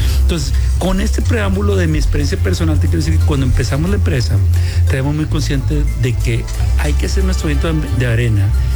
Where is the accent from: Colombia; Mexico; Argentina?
Mexico; Yo personalmente he tenido la oportunidad de vivir en varios países, y una cosa que como mexicano me di cuenta